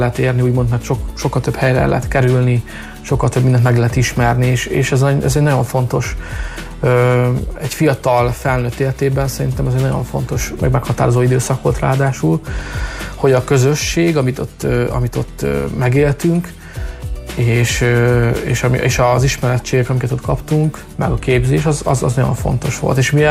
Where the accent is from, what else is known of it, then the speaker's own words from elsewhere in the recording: Hungary; én roma származású vagyok, attól még én ugyanúgy magyar vagyok